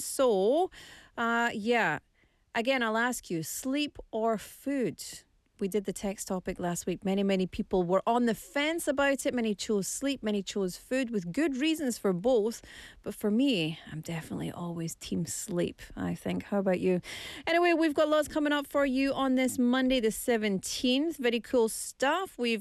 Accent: Scotland, United Kingdom; now in South Korea; 우리 스코틀랜드에서 가위바위보 없으니까요.

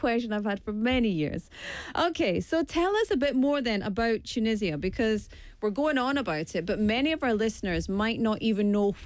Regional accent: Scotland, United Kingdom; I'm from Scotland, so it's not too hard to get to the Mediterranean from where I am.

